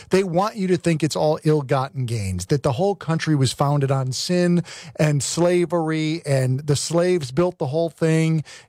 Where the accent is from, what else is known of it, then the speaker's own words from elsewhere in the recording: Connecticut, United States; moved away; I'm from Connecticut originally.